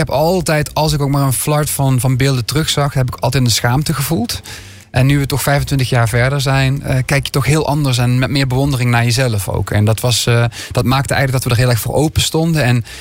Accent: Limburg, Netherlands; Ik ben een Zuiderling, ik kom uit Zuid-Limburg. En de Nederlandse taal zingen, daar had ik altijd wat moeite mee vanwege mijn accent.

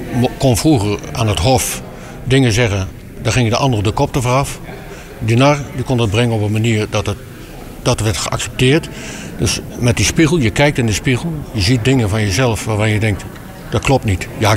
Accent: Kampen, Overijssel, Netherlands; ook in kampen waar ik vandaan kom.

